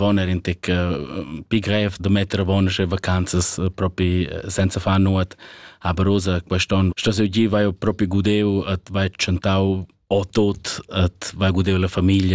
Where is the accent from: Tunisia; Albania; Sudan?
Albania; Oh, noi, io vengo dall'Albania